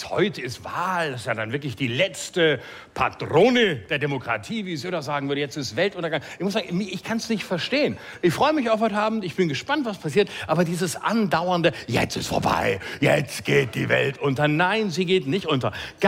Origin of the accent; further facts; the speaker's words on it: West Germany, Germany; Ich würde mich niemals als Westdeutscher zu Ostdeutschen äußern